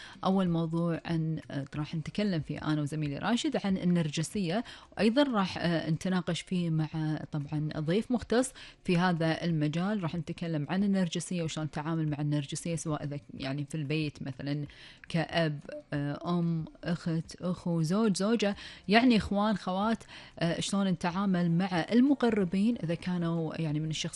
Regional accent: Kuwait; فقرة أخبار ديرتنا الحبيبة الكويت

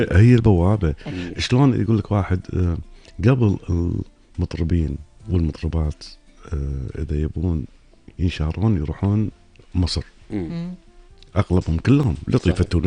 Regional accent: Kuwait; الجلسات القنائيه اللي كنا نسويها بالكويت بالاذاعه بالتلفزيون

